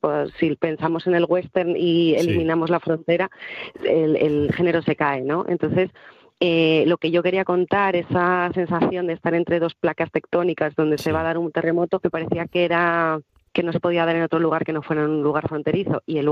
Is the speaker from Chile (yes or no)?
no; Rodiezmo, Castile and León, Spain; Rodiezmo es mi pueblo, el pueblo donde yo crecí